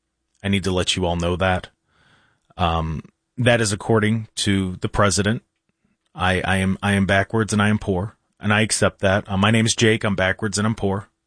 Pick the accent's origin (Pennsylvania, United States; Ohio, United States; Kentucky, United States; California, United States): Ohio, United States; Cleveland; born there; also born or lived in Lodi, Ohio; I admit, to be fair, I lived in Lodi. I was born in Deaconess Hospital up in Cleveland.